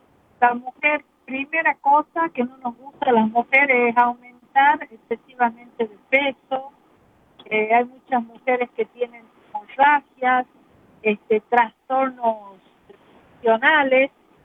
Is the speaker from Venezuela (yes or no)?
no; Argentina; moved away; nosotros en Argentina, yo soy de Argentina